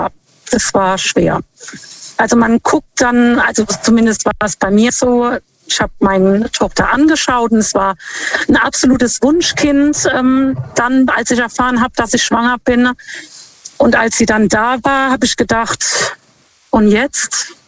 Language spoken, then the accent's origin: German; Lampertheim, Hesse, Germany; Ich komme aus Lampertheim.